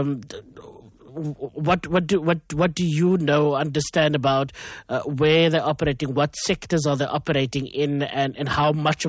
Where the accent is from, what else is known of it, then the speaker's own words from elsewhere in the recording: South Africa; Yeah, I think as is all of Cape Town and South Africa, being South African